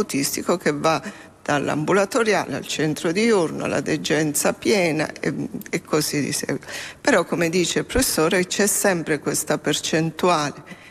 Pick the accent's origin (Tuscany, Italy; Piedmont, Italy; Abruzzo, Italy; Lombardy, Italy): Abruzzo, Italy; essendo abruzzese, portai in Abruzzo quella formazione agli operatori nuova.